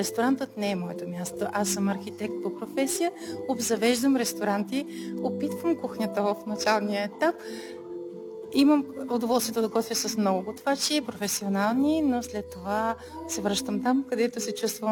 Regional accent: Sofia, Sofia City, Bulgaria; accent: Shop dialect; Аз съм шопкиня от София. Потеклото ми от 4 села, които имат съвсем различен диалект помежду си. Думи, които не съвпадат една с друга. Понякога не се разбира какво говорят едните, спрямо какво говорят другите. Но у дома се говори само на диалект. У дома книжовен език никога не е употребяван.

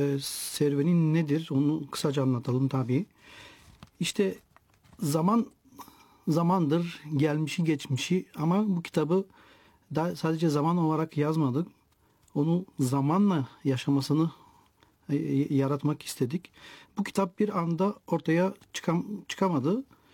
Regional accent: Rozino, Plovdiv Province, Bulgaria; Ben Bulgaristan doğumluyum. Rozina'da doğdum. Doğma ve büyüme köyüm. Kültürün, dillerin ve inançların iç içe geçtiği bu coğrafyada çok ünlü bir memlekettir.

